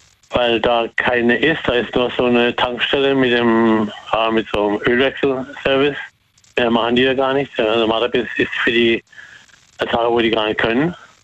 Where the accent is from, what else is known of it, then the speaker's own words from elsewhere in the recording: Karlsruhe, Baden-Württemberg, Germany; Ich bin gebürtiger Karlsruher.